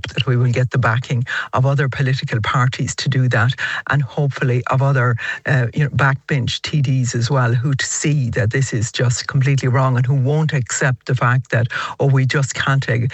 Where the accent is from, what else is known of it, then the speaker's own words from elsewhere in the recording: Ireland; This is time for us as an Irish nation to take a stand against genocide